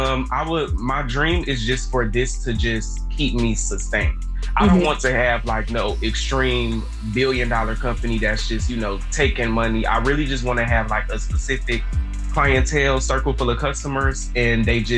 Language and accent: English; Detroit, Michigan, United States; I'm from Detroit, of course.